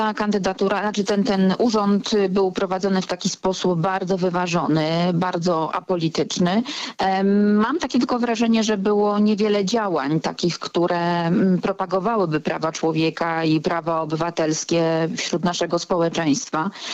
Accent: Świętokrzyskie Voivodeship, Poland; Ja jestem ze Świętokrzyskiego

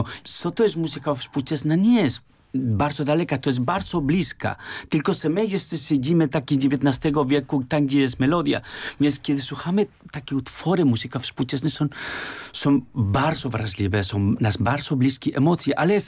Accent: Agoncillo, La Rioja, Spain; Polish is a second language; now in Poland; Dlatego przyjechałem z Hiszpanii do Polski. Ja urodziłem się w takiej bardzo małej miejscowości, o której się nazywa Agoncillo, to jest moja wieś.

